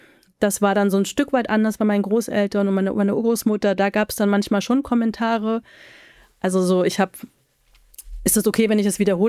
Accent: Halle, Saxony-Anhalt, Germany; ich komme aus Halle, meine Mutter kommt aus Berlin und da war so der Rest oder war und ist der Rest der Familie.

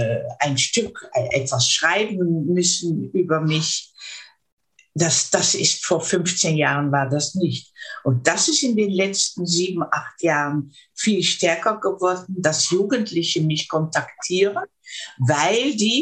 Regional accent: Netherlands; German is a second language; ich bin ja Niederländerin, ab und zu ist es nicht so einfach, um mich auf Deutsch richtig auszudrücken

